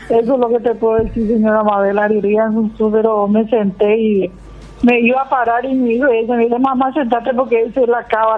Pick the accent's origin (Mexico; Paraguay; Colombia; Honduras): Paraguay; Itauguá, Central; nosotros somos de Itagua.